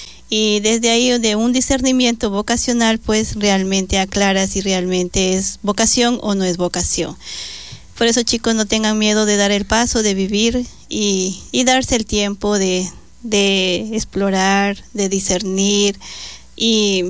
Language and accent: Spanish; Ecuador; born there; Nosotros somos solo mujeres, somos ecuatorianas, nacidas aquí en Ecuador, y somos marianitas mujeres.